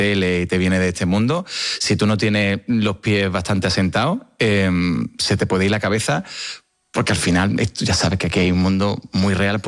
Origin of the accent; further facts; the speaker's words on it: Seville, Andalusia, Spain; todo el mundo sabe que yo soy de Sevilla y soy de una ciudad que sigo con mucha pasión.